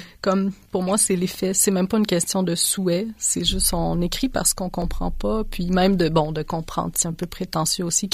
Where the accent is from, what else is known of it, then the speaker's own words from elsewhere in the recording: Quebec, Canada; first language Czech; French is a second language; comment j'ai grandi au Québec, mais chez nous, à la maison, on parlait tchèque.